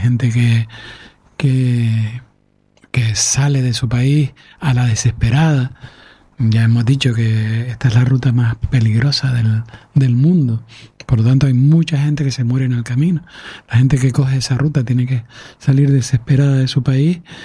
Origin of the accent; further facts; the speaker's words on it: Canary Islands, Spain; No solo los canarios emigramos a Sudamérica y también a Alemania en otros momentos.